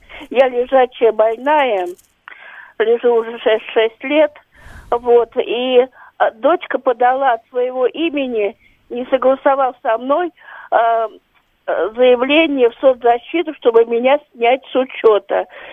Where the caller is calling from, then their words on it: Moscow Oblast, Russia; я из Подмосковья.